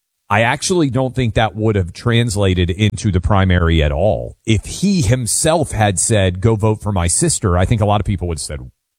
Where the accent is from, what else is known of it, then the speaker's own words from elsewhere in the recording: the South, United States; I'm curious because as a Southerner, sometimes people are worried about being unkind.